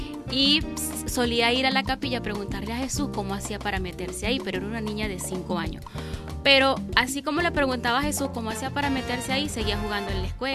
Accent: Espino, Guárico, Venezuela; now in Caracas, Venezuela; tengo la dicha de ser del estado Guárico, soy llanera, y bueno, me crié en un pueblo de aledaño a Valle de la Pascua que se llama Espino, y un pueblo muy, muy folclórico, súper llanero, muy sencillo, de gente muy humilde. Y en ese periodo de mi tiempo, bueno, allí viví sobre todo la infancia

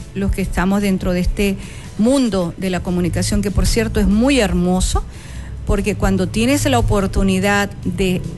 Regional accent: Venezuela; nosotros como venezolanos

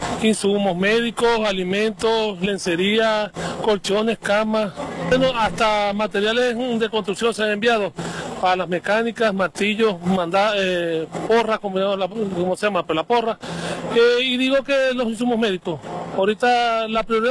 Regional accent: Venezuela; Que nos unamos todos, como venezolanos que somos.

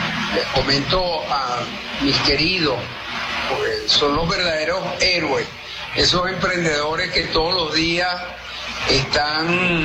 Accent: Venezuela; Como venezolano, yo creo que uno de nuestros altos valores que nosotros tenemos en esos genes es eso que llamamos solidaridad

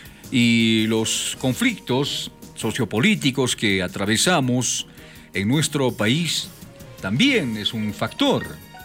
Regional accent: Bolivia; los bolivianos compramos combustible de otros países.

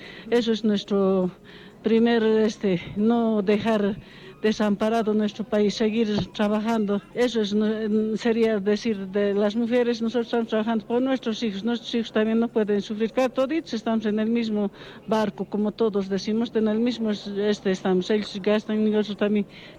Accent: Bolivia; sustentar nuestro país, que es Bolivia.

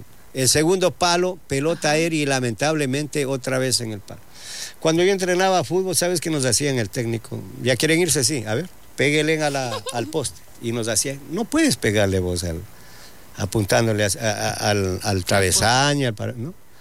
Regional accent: Ecuador; todos somos ecuatorianos

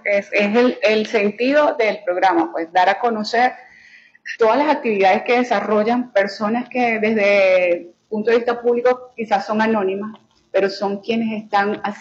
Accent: Venezuela; como ciudadana, como venezolana

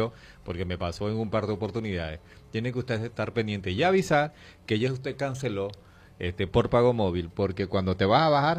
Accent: San Fernando de Apure, Apure, Venezuela; Yo vengo de San Fernando de Apure, y allá es una tradición que los choferes aumentan porque les da la gana de manera arbitraria

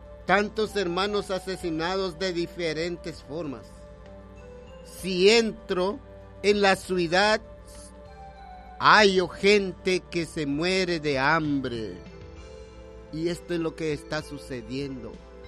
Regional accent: Poptún, Petén, Guatemala; la capital de mi pueblo, Pocton, o departamento de Petén

